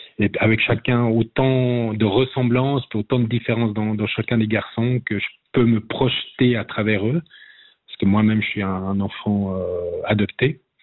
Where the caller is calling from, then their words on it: France; De Saint-Pré.